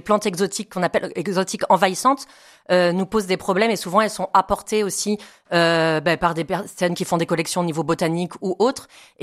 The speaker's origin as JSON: {"language": "French", "region": "Provence-Alpes-Côte d'Azur", "country": "France", "said": "Donc, on en retrouve beaucoup chez nous, dans le Vaucluse, au niveau de Louvès, par exemple, sur les sites de baignade."}